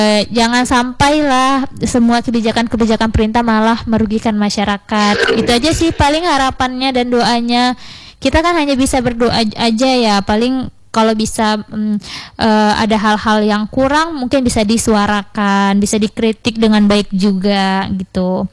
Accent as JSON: {"language": "Indonesian", "region": "Aceh", "country": "Indonesia", "said": "kita sebagai warga Cibarat pun alhamdulillah aman di sini"}